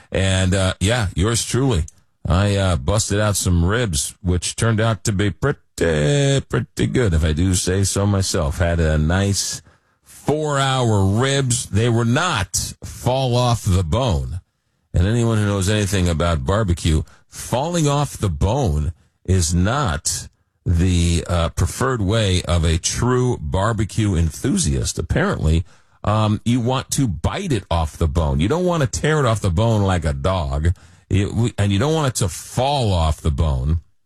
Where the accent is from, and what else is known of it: East Coast, United States; born or raised there; now in St. Louis, United States